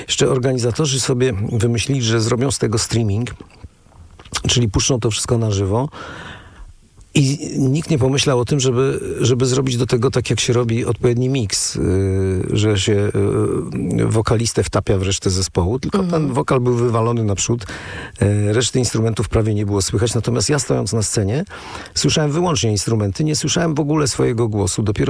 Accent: Warsaw, Masovian Voivodeship, Poland; also born or lived in Łódź; bo ja studiowałem w Łodzi, ale jestem warszawiakiem i wróciłem do swojego rodzinnego miasta po studiach.

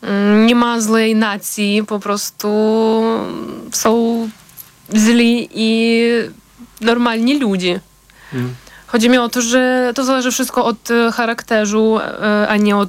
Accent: Ukraine; nie będę wszystkich bronić, bo jestem Ukrainką.

